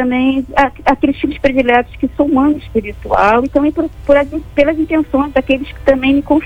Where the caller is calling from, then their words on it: Araruama, Rio de Janeiro, Brazil; eu falo de Araruama